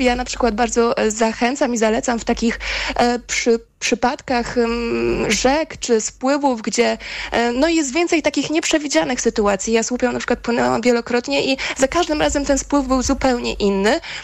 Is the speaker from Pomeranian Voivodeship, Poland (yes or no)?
yes; Pomeranian Voivodeship, Poland; pochodzę z Pomorza